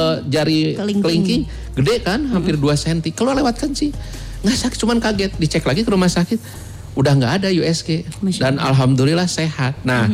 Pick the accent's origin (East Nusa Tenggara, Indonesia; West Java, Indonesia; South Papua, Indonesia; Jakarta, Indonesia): West Java, Indonesia; Bandung; Saya orang Bandung, saya cinta Bandung